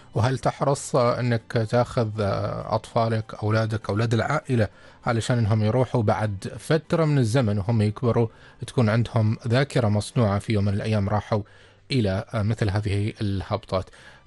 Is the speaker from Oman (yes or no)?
yes; Oman; إحنا كمجتمع عماني